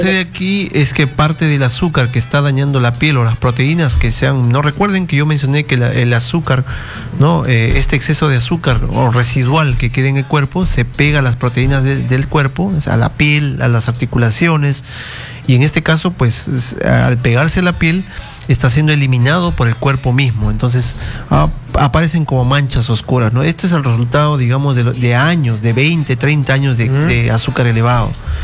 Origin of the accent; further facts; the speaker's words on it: Peru; todos somos peruanos acá.